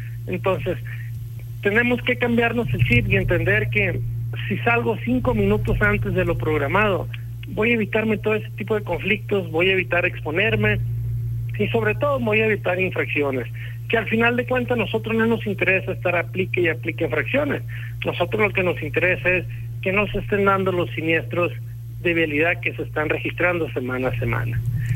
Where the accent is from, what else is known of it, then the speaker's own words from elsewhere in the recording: Mexico; como buenos mexicanos siempre vamos tarde al trabajo.